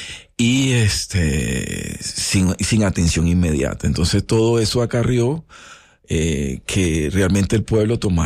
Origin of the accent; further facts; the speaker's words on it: Caracas, Capital District, Venezuela; now in Lechería, Venezuela; Yo soy de Caracas. Luego me pasé a vivir a Lechería, a Puerto La Cruz, que queda 4 horas.